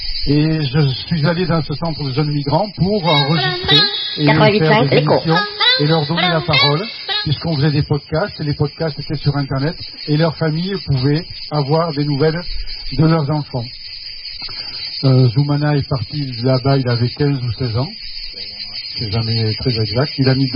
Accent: Spain; Voilà, et moi, je viens de, d'Espagne.

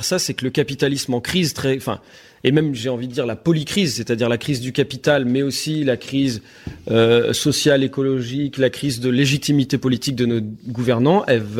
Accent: Nantes, Pays de la Loire, France; Je suis nantais

